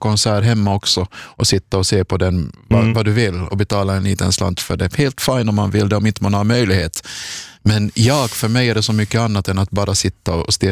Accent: Kronoby, Ostrobothnia, Finland; min hemby i Kronoby

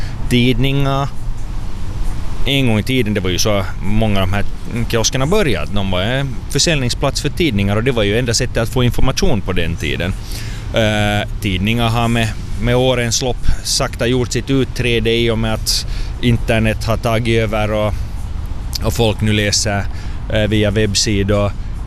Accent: Sweden; jag är uppvuxen i Sverige

